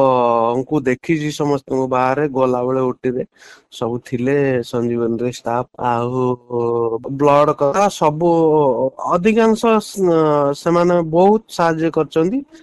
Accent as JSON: {"language": "Odia", "town": "Jalasarapur", "region": "Odisha", "country": "India", "tie": "born or raised there", "said": "ମୋ ଗାଁ ନାଁ ହେଲା ଜଳସରପୁର ସୁଲଣ ପୋଷ୍ଟ ନନ୍ଦିପଦା ଥାନା ଡିଷ୍ଟ୍ରିକ୍ଟ କେଉଁଝର।"}